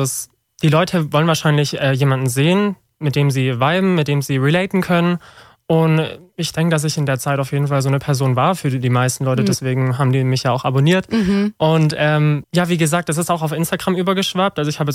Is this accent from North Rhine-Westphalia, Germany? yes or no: no; Filderstadt, Baden-Württemberg, Germany; ich bin 24 Jahre alt, komme aus der Nähe von Stuttgart. Ich sage immer Filderstadt, oben da, wo der Flughafen ist.